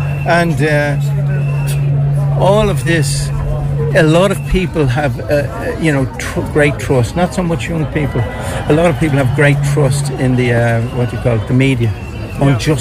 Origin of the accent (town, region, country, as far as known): Ireland